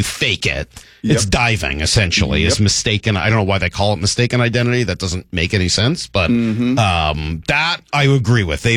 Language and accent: English; United States; I'm an American.